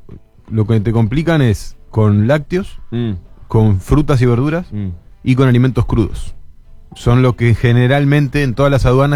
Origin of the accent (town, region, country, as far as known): Uruguay